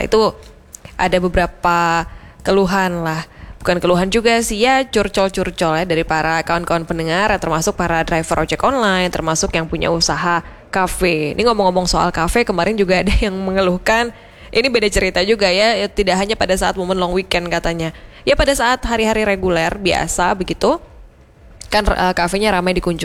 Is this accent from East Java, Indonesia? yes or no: yes; Malang, East Java, Indonesia; kita warga Malang